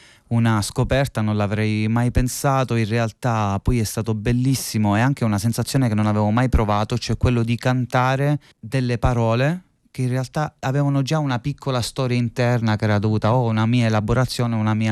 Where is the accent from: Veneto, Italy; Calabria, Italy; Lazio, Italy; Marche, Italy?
Calabria, Italy; Cataforio; moved away as an adult; Parto dal dialetto del mio paese, che si chiama Cataforio, in Aspromonte, il paese dove sono nato e cresciuto fino a 23 anni.